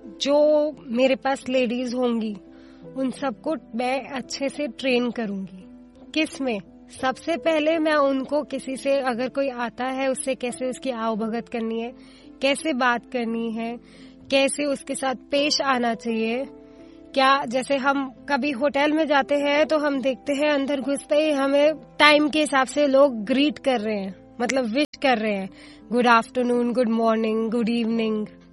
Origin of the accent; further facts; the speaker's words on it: Delhi, India; मैं दिल्ली की ही रहने वाली हूँ।